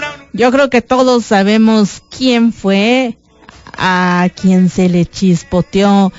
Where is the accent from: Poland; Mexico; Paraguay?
Mexico; nosotros como mexicanos